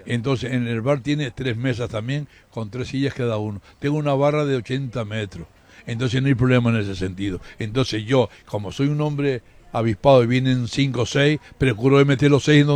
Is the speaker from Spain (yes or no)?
yes; Canary Islands, Spain; Yo, como canario y español, quiero que gane España